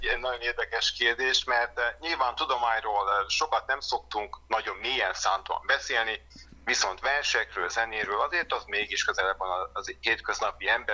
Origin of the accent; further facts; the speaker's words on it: Székely Land, Romania; now in Budapest, Hungary; egy távoli helyről, Székelyföldről származunk mindketten, és mégis Budapesten hozott össze minket a gondviselő